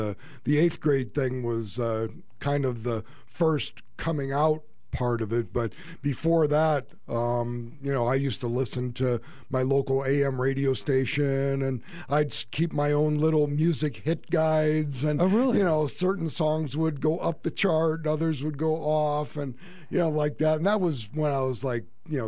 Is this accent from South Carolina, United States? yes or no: no; Detroit, Michigan, United States; Suburban Detroit.